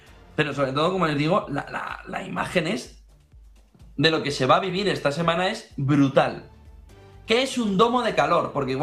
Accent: Alicante, Valencian Community, Spain; Soy de Alicante, ¿eh? Es decir, que aguanto bastante el calor

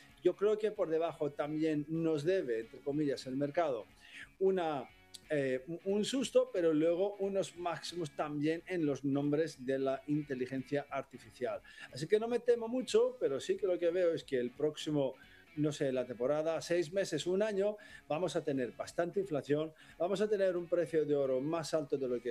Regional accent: Greece; Spanish is a second language; yo soy griego, ya sé muy bien de deuda

